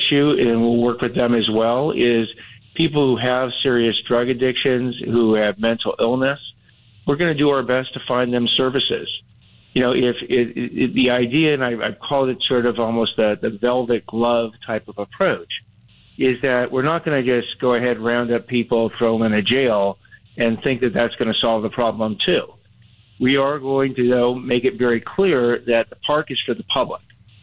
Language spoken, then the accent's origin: English; Los Angeles, California, United States; I grew up in Los Angeles.